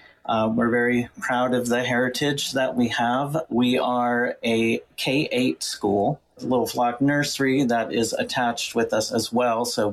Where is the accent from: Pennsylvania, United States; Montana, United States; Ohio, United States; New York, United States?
Pennsylvania, United States; moved away as an adult; also born or lived in South Korea; now in Vermont, United States; I am originally from Western Pennsylvania. I ended up over in South Korea working at a Christian international school there.